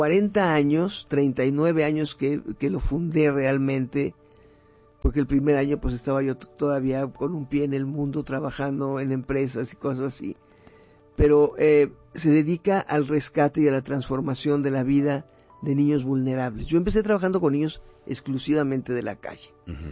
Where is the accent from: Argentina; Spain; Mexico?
Mexico; Hemos estado nosotros los mexicanos y el país muy herido y muy lastimado durante mucho tiempo.